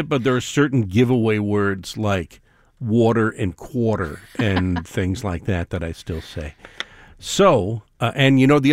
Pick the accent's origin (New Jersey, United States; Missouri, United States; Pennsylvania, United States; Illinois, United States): New Jersey, United States; South Orange; accent: Jersey; also born or lived in Maplewood, New Jersey; now in Minnesota, United States; Now, I grew up in South Orange, New Jersey.